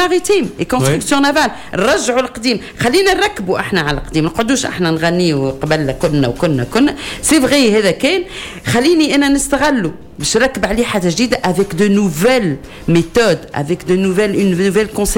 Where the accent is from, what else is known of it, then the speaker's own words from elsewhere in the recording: Bizerte, Bizerte Governorate, Tunisia; لهنا في بلادي بنزرت